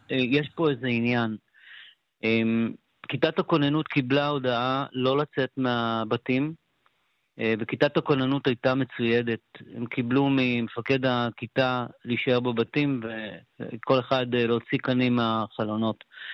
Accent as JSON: {"language": "Hebrew", "town": "Sderot", "region": "Southern District", "country": "Israel", "tie": "born or raised there", "lives_now": "Netiv HaAsara, Israel", "said": "סדרות עיר הולדתי, משפחתי שם, כל משפחתי. הוריי, סביי, קבורים בסדרות, השורשים משם, אבל כבר 36 שנים פה בנתיב העשרה, בניתי את ביתי, ילדיי נולדו פה"}